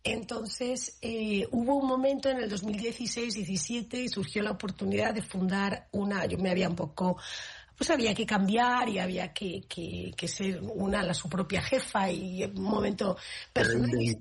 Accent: Spain; moved away as an adult; now in United States; soy española, pero me mudé, emigré a Estados Unidos en los años 90

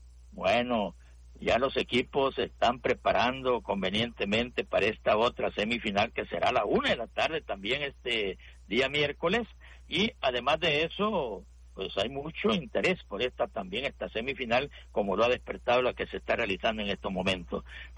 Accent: El Salvador

